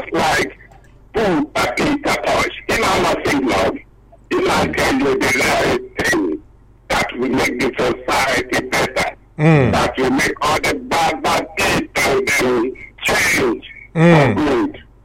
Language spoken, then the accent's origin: English; Abia, Nigeria; I'm from Abia State.